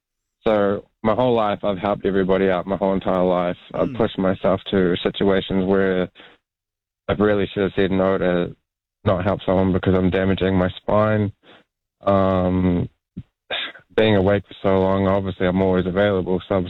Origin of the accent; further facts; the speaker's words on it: Nelson, New Zealand; So I'm from Nelson, so I took off now